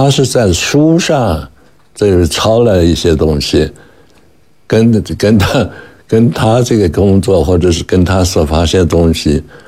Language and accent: Chinese; Yunnan, China; 特别是我是云南人